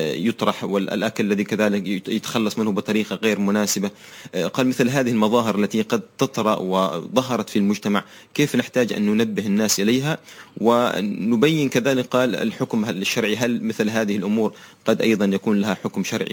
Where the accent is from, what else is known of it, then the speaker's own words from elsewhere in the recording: Tarim, Hadramawt, Yemen; بلدتنا بلدة تريم